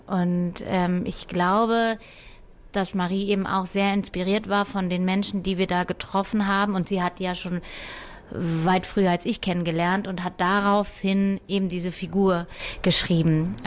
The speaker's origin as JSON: {"language": "German", "region": "Berlin", "country": "Germany", "said": "ich bin auch eine Berlinerin"}